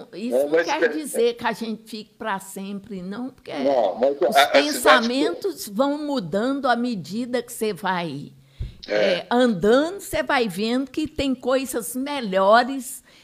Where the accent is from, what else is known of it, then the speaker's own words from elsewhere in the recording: Itamarandiba, Minas Gerais, Brazil; born there; eu nasci de corpo em Itamarandiba, mas a alma nasceu, foi aí.